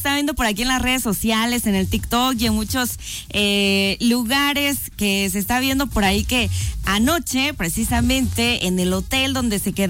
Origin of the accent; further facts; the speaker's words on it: Mexico; así somos los mexicanos.